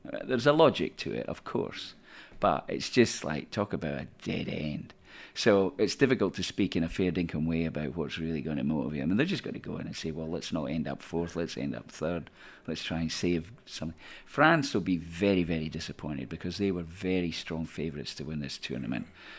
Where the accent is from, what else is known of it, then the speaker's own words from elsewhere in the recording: Scotland, United Kingdom; born there; being Scottish, that's part of our culture.